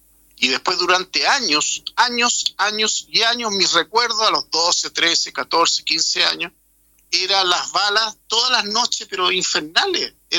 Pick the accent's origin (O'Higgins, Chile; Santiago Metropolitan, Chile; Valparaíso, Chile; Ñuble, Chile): Ñuble, Chile; Chillán; born there; yo soy de Chillán para el campo, yo nací en el campo y nací con una partera.